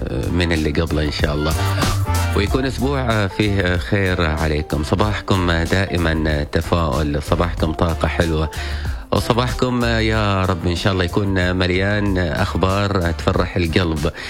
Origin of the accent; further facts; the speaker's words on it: Oman; بلدنا عمان الغالي